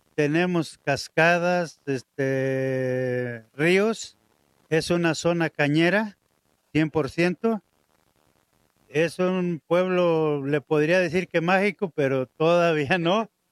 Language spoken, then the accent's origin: Spanish; Tamasopo, San Luis Potosí, Mexico; Yo vengo del municipio de Tamasopo, San Luis Potosí, a presentar mi producto.